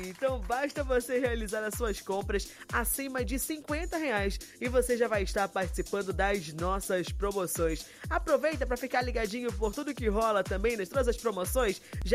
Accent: Porto Trombetas, Pará, Brazil; moved away; minha cidade maravilhosa, Porto Trombetas, é? Quem não sabe, sou de Porto Trombetas, sou bauxitinha

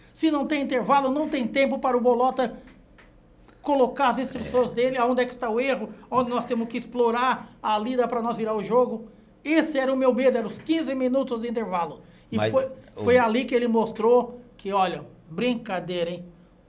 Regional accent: Penha, Santa Catarina, Brazil; eu até irei, mas não irei com o coração como eu iria, coração aberto, torcendo para a minha terra natal.

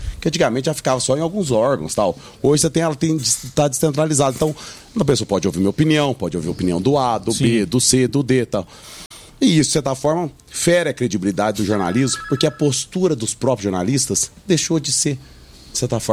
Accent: Varginha, Minas Gerais, Brazil; Eu tava sendo homenageado lá ontem em Varginha, lá, minha terra natal.

